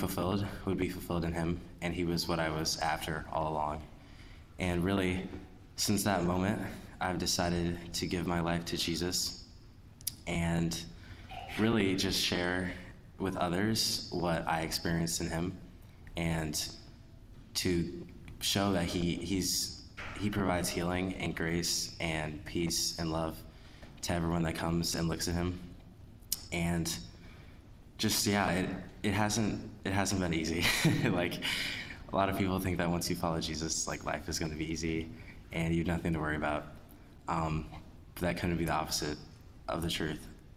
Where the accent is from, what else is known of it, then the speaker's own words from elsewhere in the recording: Cleveland, Ohio, United States; I am from Cleveland, Ohio. I grew up a cradle Catholic